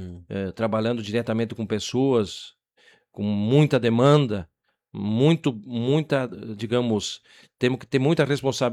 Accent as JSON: {"language": "Portuguese", "town": "Cruz Alta", "region": "Rio Grande do Sul", "country": "Brazil", "tie": "born there", "also_born_or_lived": "Fortaleza dos Valos", "moved": "yes", "lives_now": "Itaíba, Brazil", "said": "eu sou natural do município de Cruz Alta."}